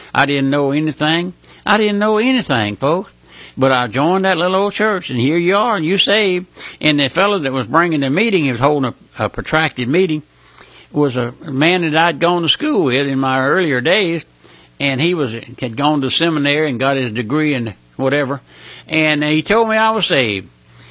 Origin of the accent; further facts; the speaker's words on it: Louisiana, United States; Well, I'm just an old country boy. I was born and raised here in South Louisiana.